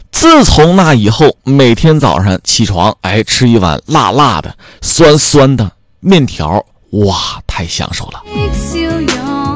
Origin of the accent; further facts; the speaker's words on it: Northeast China, China; moved away as an adult; also born or lived in Chengdu; 因为从小在东北长大，东北的早餐一般都是喝粥啊